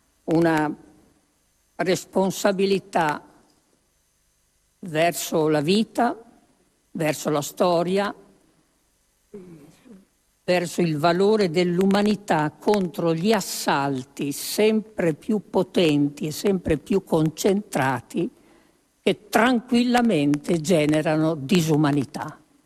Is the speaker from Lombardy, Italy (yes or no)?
no; Emilia-Romagna, Italy; un po' delle mie parti, là dell'Emilia Romagna